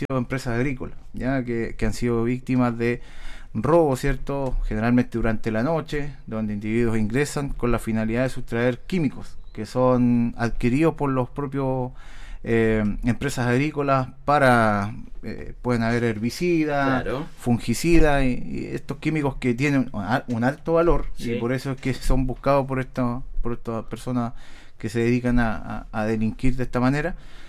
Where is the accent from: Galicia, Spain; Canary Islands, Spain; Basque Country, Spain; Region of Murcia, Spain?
Canary Islands, Spain; ya a nosotros como canarios nos tiene que poner en alerta.